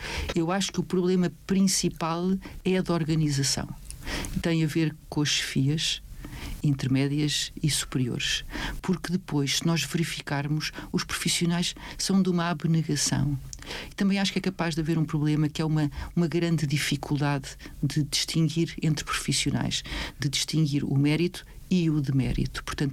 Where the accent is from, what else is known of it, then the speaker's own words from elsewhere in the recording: Lisbon, Portugal; moved away as an adult; now in Sesimbra, Portugal; eu fui nascida e criada em Lisboa, mesmo no centro, na zona do Rato, do Largo do Rato.